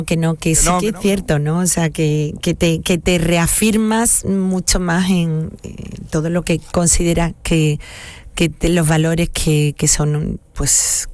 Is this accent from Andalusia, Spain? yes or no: yes; Andalusia, Spain; born there